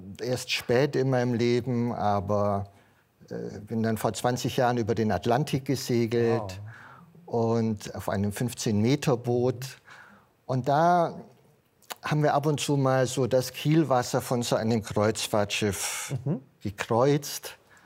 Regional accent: Southern Germany, Germany; Ich stamme aus Süddeutschland

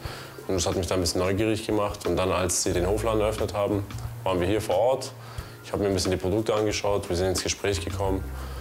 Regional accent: Spain; Ich bin Spanier.

